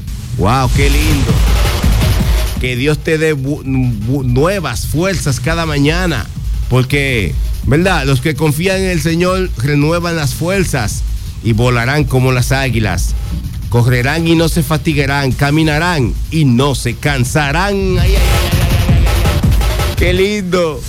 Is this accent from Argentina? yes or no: no; Dominican Republic